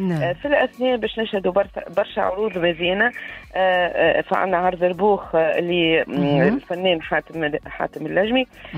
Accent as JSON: {"language": "Arabic", "country": "Tunisia", "said": "احنا كشعب تونسي منفتحين"}